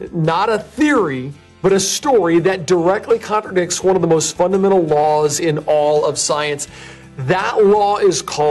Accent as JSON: {"language": "English", "town": "Pensacola", "region": "Florida", "country": "United States", "tie": "born or raised there", "said": "Society conference right here in Pensacola. Yeah. I'm going to call it R because it's right here in my hometown this year, which is really cool."}